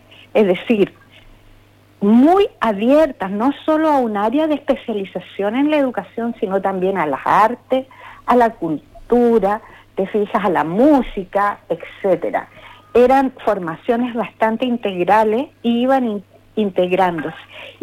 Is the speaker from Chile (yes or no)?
yes; Chile